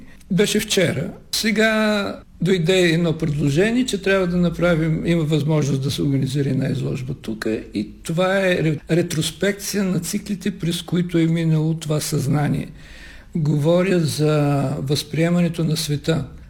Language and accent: Bulgarian; Plovdiv, Plovdiv Province, Bulgaria; moved away as an adult; also born or lived in Italy; now in Plovdiv, Bulgaria; съм роден в Пловдив през 55 години от този миналия век